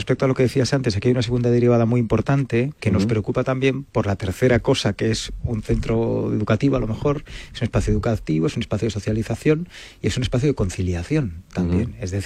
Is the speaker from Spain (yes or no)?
yes; Galicia, Spain; yo por ejemplo soy gallego